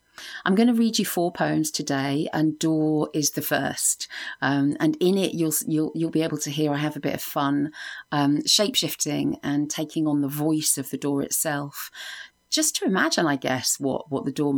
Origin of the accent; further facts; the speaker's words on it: Winchester, South East England, United Kingdom; from Winchester